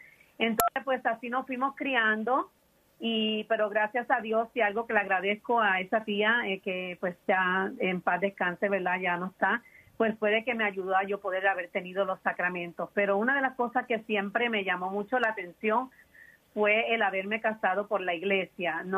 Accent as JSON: {"language": "Spanish", "country": "Puerto Rico", "moved": "as an adult", "lives_now": "United States", "said": "Pero lo que mi esposo trabajó, pues en mi país era un poquito difícil encontrar el trabajo. So, eso fue lo que nos hizo dar el cambio a Estados Unidos"}